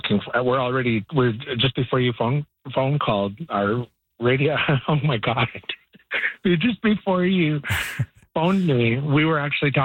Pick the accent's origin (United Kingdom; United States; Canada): Canada; British Columbia; I am from the Saanich Peninsula, the Saanich Eilanganuk, the homeland of the Saanich people. I am from the village of Paquachin, that is located on the west side of the peninsula, just north of Brentwood Bay.